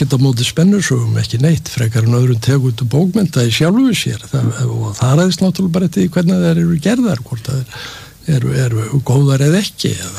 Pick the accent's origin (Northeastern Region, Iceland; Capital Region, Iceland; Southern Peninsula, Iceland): Capital Region, Iceland; ég kem úr þann með umhverfi ég ólst upp á Bergstaðastrætinu við svona frekar mikla fátækt sem þar var og og pabbi var olíubílstjóri og mamma var alltaf heima